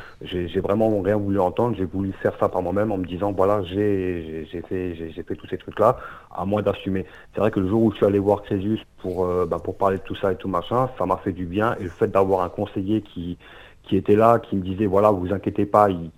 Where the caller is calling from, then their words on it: Grand Est, France; Je suis en Alsace-Moselle.